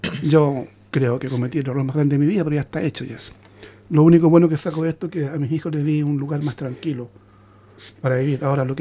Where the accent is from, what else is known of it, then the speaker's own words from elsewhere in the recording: Santiago, Santiago Metropolitan Region, Chile; moved away as an adult; now in Australia; en Pudahuel, de donde soy oriundo